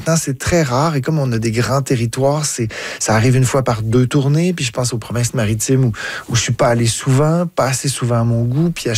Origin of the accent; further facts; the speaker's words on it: Ottawa, Ontario, Canada; J'ai grandi à Ottawa et j'ai vu les Franco-Ontariens se battre pour garder un hôpital francophone